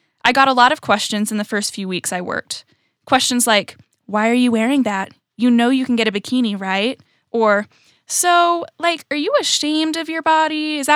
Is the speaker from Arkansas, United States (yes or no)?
no; California, United States; also born or lived in Utah / Virginia; I was born in Utah, but I was raised in California and in Virginia, and currently I'm a freshman at college.